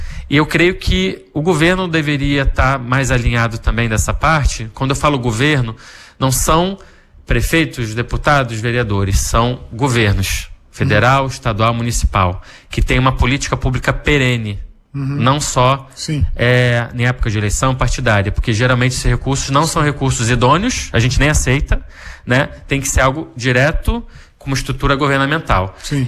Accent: Brazil; eu vejo como brasileiro

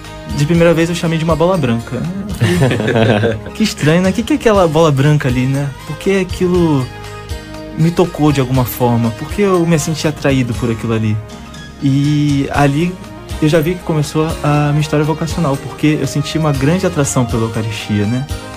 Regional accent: Rio de Janeiro, Brazil; Tenho 21 anos de idade, sou de Brás de Pina, paróquia Santo Antônio, em Brás de Pina, e atualmente estou trabalhando no Complexo do Alemão, na paróquia Nossa Senhora de Guadalupe.

